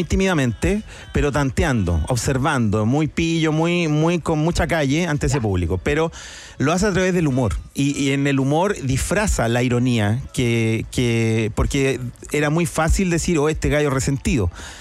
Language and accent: Spanish; Santiago, Santiago Metropolitan Region, Chile; Ustedes son de Plaza Italia para arriba, yo soy de Plaza Italia para abajo. Ahí yo me muevo, decían 10 de julio, Matucana, Conchalí, esos son mis lugares